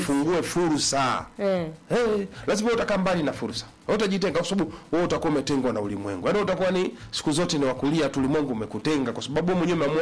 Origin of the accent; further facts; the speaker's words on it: Dodoma, Tanzania; mimi natokea Dodoma, mimi niko hapa kikazi na nini